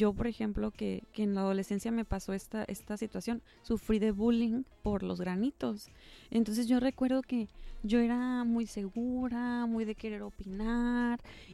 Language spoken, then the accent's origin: Spanish; Sonora, Mexico; soy de Sonora y de repente digo plebes